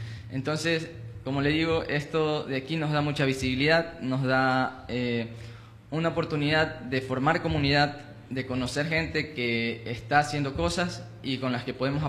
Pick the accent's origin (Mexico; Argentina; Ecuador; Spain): Ecuador; Jaramijó, Manabí; Yo soy de Jaramijó. Tengo 26 años